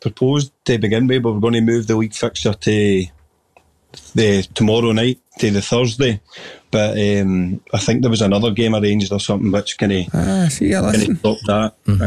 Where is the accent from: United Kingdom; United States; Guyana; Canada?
United Kingdom; Armadale, Scotland; I have lived here all my life, and so I know everybody at the club.